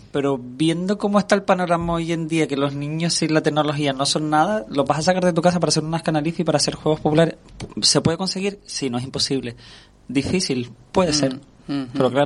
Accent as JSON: {"language": "Spanish", "town": "Firgas", "region": "Canary Islands", "country": "Spain", "tie": "born or raised there", "said": "en mi barrio, yo soy de Firgas, que es el pueblo más pequeñito de la isla, y uno de los barrios que es buen lugar en el que yo vivo."}